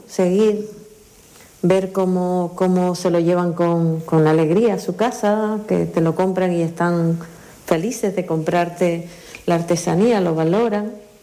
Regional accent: Icod de los Vinos, Canary Islands, Spain; veo la diferencia del Ayuntamiento de La Guancha al Ayuntamiento de Icod de los Vinos, de donde soy yo, el poco apoyo.

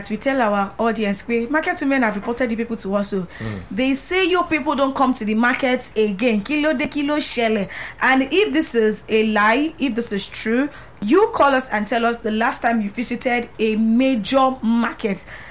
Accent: Lagos, Nigeria; born there; it has never happened to me before because I was born in Lagos and 30 something years.

